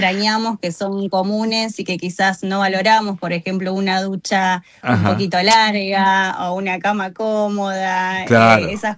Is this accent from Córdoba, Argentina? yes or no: no; Pilar, Buenos Aires Province, Argentina; moved away as an adult; now in Ingeniero Maschwitz, Argentina; yo soy de Pilar de toda la vida y sí, él es de Ingeniero Mashuit y ahora vivimos ahí.